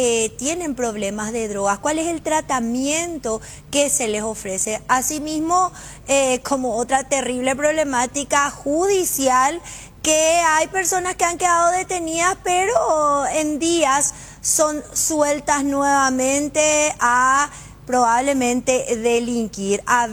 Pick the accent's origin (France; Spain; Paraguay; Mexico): Paraguay